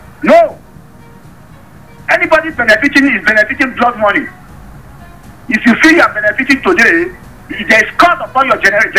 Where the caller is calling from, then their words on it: Nigeria; a country we have as a Nigerian